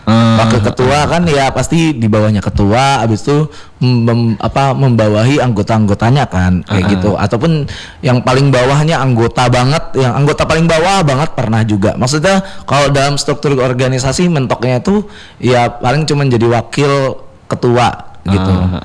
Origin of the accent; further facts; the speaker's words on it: Samarinda, East Kalimantan, Indonesia; moved away; aku ya orang Jawa tapi gak bisa bahasa Jawa yang fluent karena tinggal besarnya kan di Samarinda